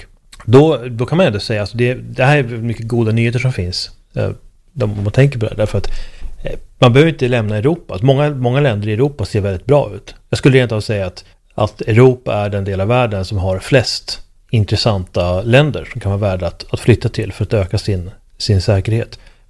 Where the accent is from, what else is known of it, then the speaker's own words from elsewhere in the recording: Sweden; som svensk så tror jag att man relativt enkelt kan ta sig in på den isländska arbetsmarknaden